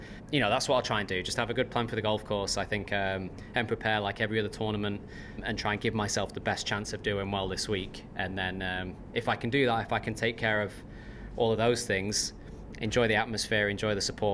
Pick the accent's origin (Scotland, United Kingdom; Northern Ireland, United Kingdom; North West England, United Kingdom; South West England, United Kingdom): North West England, United Kingdom; Southport; coming to my hometown